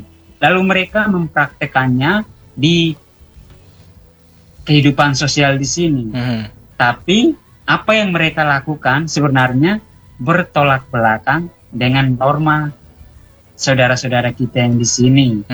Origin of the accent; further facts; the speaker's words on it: East Nusa Tenggara, Indonesia; first language Dawan; Indonesian is a second language; moved away; Berbicara, berkomunikasi dengan bahasa Dawan juga itu merupakan satu simbol identitas di mana kita sebagai orang Dawan Timur.